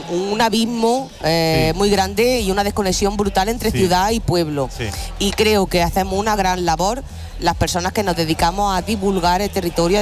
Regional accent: Guadix, Andalusia, Spain; yo te voy a decir que te vayas a Guadí, que es mi pueblo.

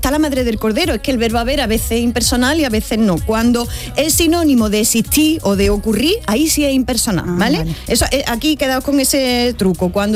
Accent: Andalusia, Spain; Anda, Iznájar está cerca de mi pueblo y eso no lo...

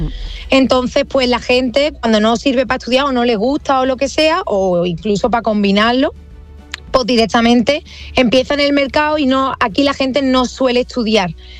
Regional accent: Málaga, Andalusia, Spain; moved away as an adult; also born or lived in Ireland; now in Australia; Sí, yo soy malagueña, pero ya llevo aquí 3 años y pico.

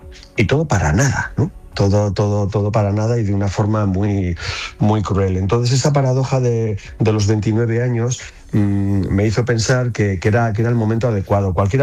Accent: Basque Country, Spain; yo era un tipo con 29 años al que le mandan al País Vasco, de donde soy yo.

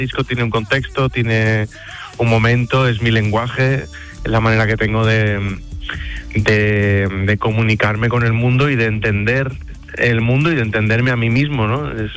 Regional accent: Spain; ahora por fin en mi casa, en mi tierra, en España

